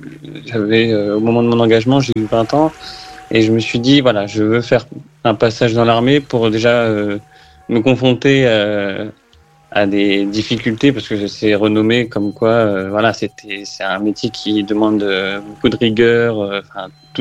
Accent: Noisiel, Île-de-France, France; moved away; Moi, initialement, je suis pas de Solgon, tu vois. J'étais en Île-de-France, j'ai fait toute ma scolarité, toute mon enfance en Île-de-France dans le 77.

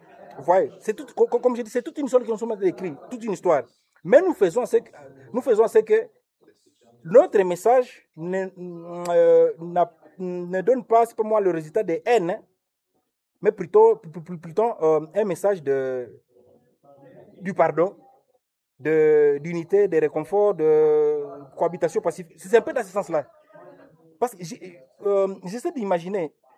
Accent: Butembo, North Kivu, DR Congo; ici chez nous, au Boutembo?

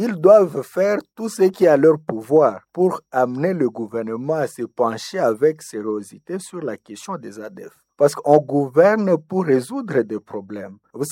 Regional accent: North Kivu, DR Congo; La question des massacres chez nous au Nord Kivu et en Ituri

